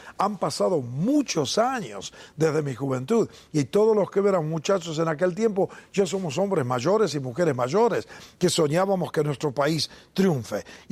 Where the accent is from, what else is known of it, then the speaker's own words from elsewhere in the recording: Argentina; nací en la República Argentina, un país que tenía un estudio religioso y una conducta religiosa un poco extraña cuando yo era niño.